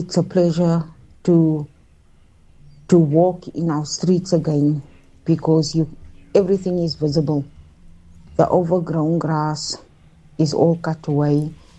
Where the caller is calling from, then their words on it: South Africa; I'm phoning from Rivoli